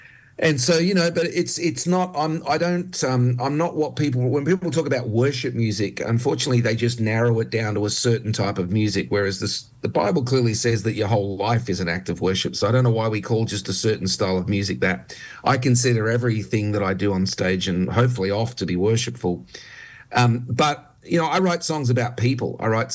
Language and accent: English; Australia; now in United States; That's what's great about being an Aussie too.